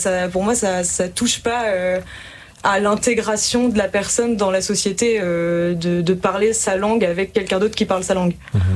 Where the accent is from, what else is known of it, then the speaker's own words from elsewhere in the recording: France; first language French; pouvoir parler ma langue natale.